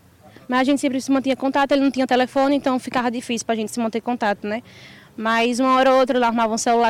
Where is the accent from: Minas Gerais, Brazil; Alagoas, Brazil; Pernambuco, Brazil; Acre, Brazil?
Pernambuco, Brazil; Caruaru; Eu sou daqui de Caruaru mesmo.